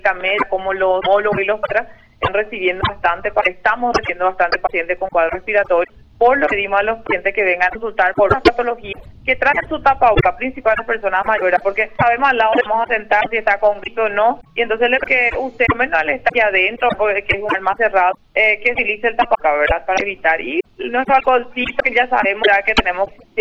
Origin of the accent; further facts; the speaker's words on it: Paraguay; Por aquí somos paraguayas.